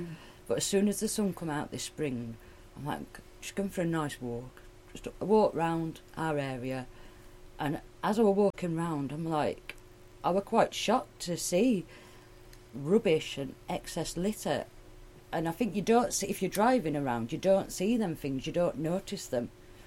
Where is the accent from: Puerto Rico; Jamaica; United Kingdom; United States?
United Kingdom; Walsall, West Midlands; accent: Yam Yam; moved away as an adult; now in Rotherham, United Kingdom; I'm actually from Walsall near Birmingham originally.